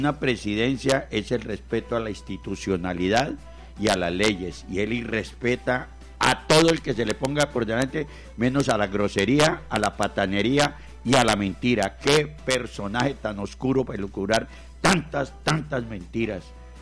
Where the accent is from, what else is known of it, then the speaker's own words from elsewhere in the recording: Colombia; tengo que actuar es como colombiano